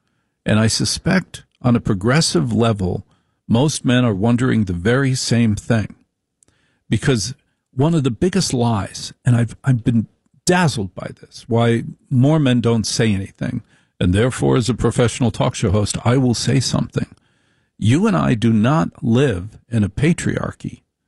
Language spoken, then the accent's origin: English; New Jersey, United States; when I grew up in Jersey